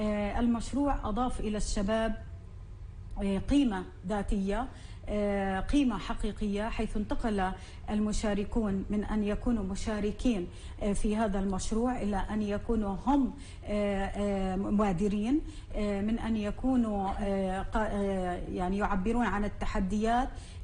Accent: Palestine; نحن كفلسطينيين

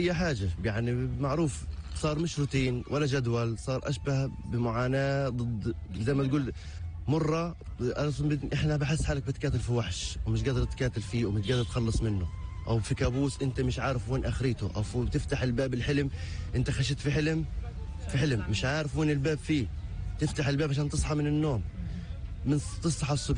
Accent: Gaza Strip, Palestine; ولا حتى الآن ما في علاج عندنا في غزة

